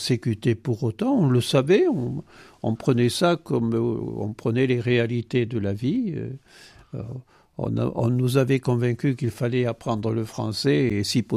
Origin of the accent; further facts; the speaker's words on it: Saint-Amand, France; first language Occitan; je suis de Saint-Amand, et quand j'étais enfant à Saint-Amand, tout le monde, ou presque, parler occitan.